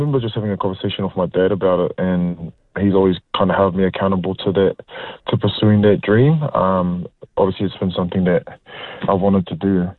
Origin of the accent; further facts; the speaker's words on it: Wellington, New Zealand; I'm from Wellington